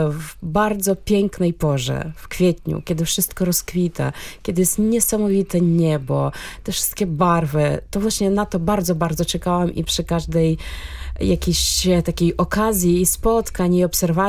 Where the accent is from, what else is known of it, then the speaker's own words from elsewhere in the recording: Ukraine; now in Poland; Powiem ze swojej perspektywy jako Ukrainki, tak, bo mieszkam w Polsce od 16 lat, ale jestem Ukrainką